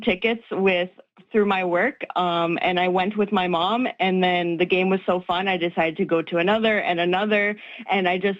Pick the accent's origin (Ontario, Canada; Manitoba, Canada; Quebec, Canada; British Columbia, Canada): Manitoba, Canada; Winnipeg; You never think growing up in Winnipeg that somebody can make it this big